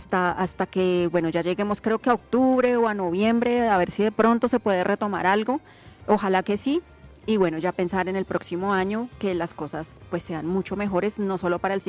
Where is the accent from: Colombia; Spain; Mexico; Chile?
Colombia